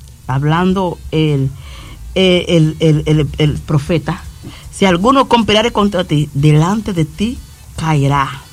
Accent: La Altagracia, Dominican Republic; somos de Saona, que me complace decir que también soy saonero. Soy saonera o saonero.

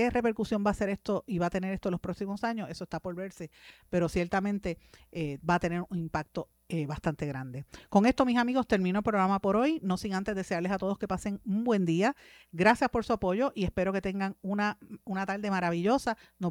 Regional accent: Puerto Rico; para nosotros como puertorriqueños, nos demuestra que seguimos dejando de tener valor estratégico y comercial para Estados Unidos.

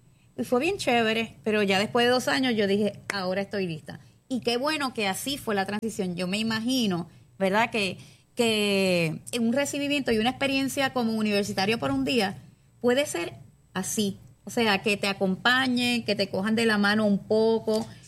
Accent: San Juan, Puerto Rico; moved away; yo soy de San Juan. Vivo acá hace 13 años

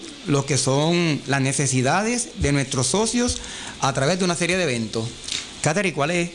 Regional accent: Puerto Rico

